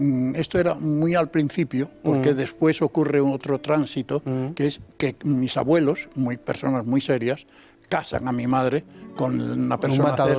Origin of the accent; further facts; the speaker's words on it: Spain; born there; el chalet donde yo nací, en la avenida del Valle número 30.